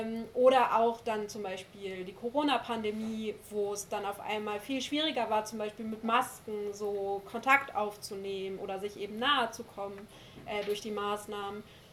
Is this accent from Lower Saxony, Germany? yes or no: yes; Lower Saxony, Germany; Ich bin im Wendland aufgewachsen, jedes Jahr wieder sind dort Atommülltransporte ins Zwischenlager nach Gorleben gefahren.